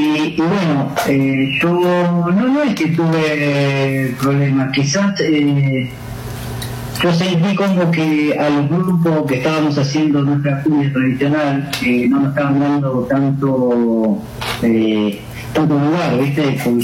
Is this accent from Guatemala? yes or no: no; La Matanza, Buenos Aires Province, Argentina; Nací en La Matanza, de Misterio Castanova.